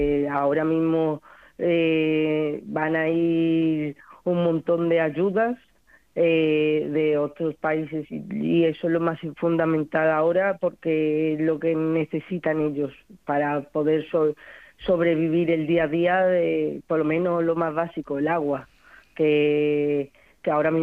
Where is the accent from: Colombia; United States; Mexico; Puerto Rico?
Colombia; Pereira, Risaralda; now in Spain; yo soy de Risaralda, que es la comunidad donde más ha afectado el terremoto, y precisamente en Pereira, que es donde han caído muchísimos edificios, toda mi familia está allí, mi padre actualmente está viviendo allí